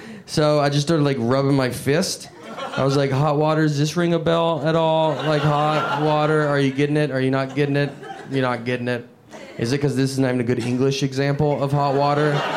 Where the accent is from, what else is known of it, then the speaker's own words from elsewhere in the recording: the South, United States; Like, you know, growing up in the South, no one honks their horn ever.